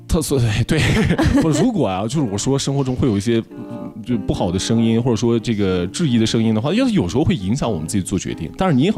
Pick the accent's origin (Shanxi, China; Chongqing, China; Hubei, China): Shanxi, China; 我山西人，我们那儿沙棘还行